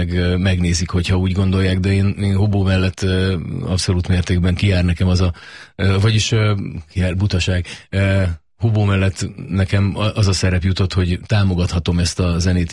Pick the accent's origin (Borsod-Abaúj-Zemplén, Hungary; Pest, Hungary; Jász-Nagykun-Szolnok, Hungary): Borsod-Abaúj-Zemplén, Hungary; én egy vidéki srác vagyok, én Borsodból származom, és nem véletlen vágyom oda, talán még napjainkban is vissza.